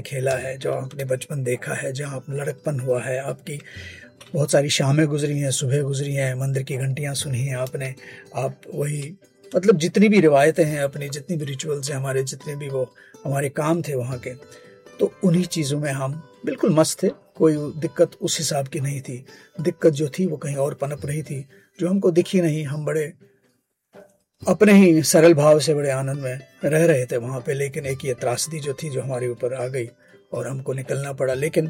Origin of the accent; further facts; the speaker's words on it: Baramulla, Jammu and Kashmir, India; also born or lived in Sopore; मेरा ताल्लुक बारामुल्ला से है, मैं बारामुल्ला से आता हूँ, पहले सोपोर और फिर बारामुल्ला, तो वो छूटता नहीं है।